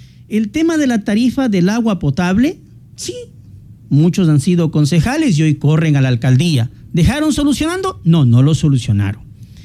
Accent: Santo Domingo, Santo Domingo de los Tsáchilas, Ecuador; soy de Santo Domingo, conozco, he vivido la realidad de Santo Domingo todos sus días. Aquí crecí, aquí me eduqué, aquí he ejercido mi profesión, aquí he sido funcionario público

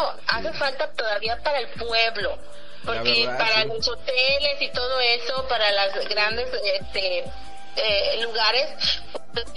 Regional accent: Yucatán, Mexico; Sí, y déjame decirte que los yucatecos no somos así. Bueno, yo me considero yucateca también, ¿no?

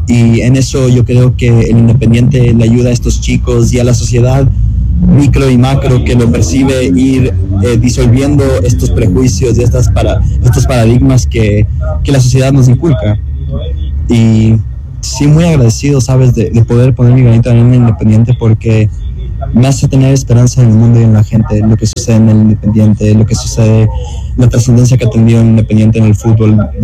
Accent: Ecuador; moved away as an adult; yo soy ecuatoriano. Hasta los 18 años viví más o menos en el Ecuador

